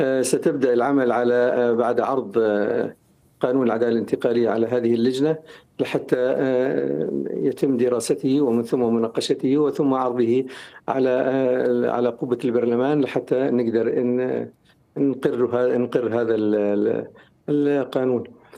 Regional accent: Syria; نحن كسوريين

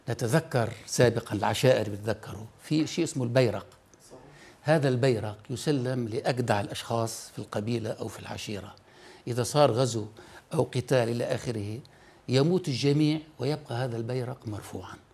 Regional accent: Syria; لذلك خلال 14 عاما الماضية شاهدنا أن مرجعياتنا كسوريين وانتماءاتنا كانت إلى الخارج أكثر منها إلى الداخل

